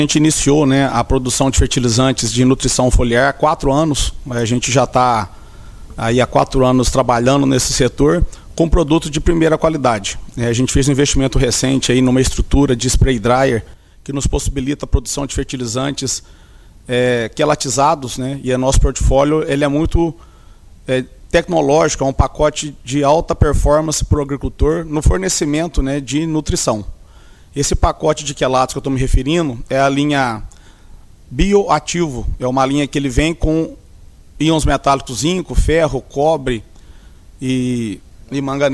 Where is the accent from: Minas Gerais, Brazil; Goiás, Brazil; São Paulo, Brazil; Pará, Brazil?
Minas Gerais, Brazil; Três Pontas; Eu sou Trespontano, sou natural lá da nossa região. Como você mesmo disse, é uma região muito forte na cafeicultura. A nossa região, ela respira café.